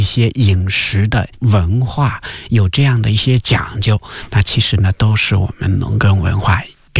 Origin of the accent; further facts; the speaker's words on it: China; 对于我中国人来说